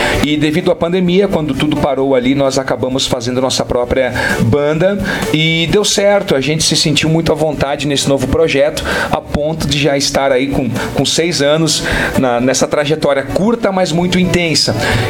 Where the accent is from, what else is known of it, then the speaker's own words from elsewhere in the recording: Rio Grande do Sul, Brazil; somos gaúchos.